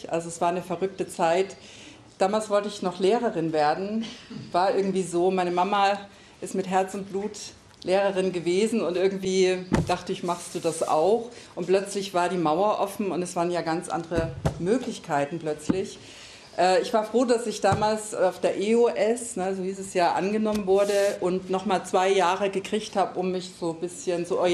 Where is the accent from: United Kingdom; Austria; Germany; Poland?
Germany; Meißen, Saxony; moved away; Also Meißen ist halt Heimat, ne?